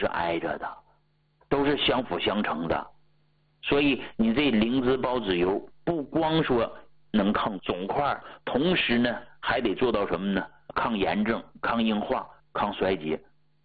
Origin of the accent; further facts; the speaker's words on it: Hegang, Heilongjiang, China; moved away; 我老家不黑龙江的吗？黑龙江鹤岗的，啊，那个地方冷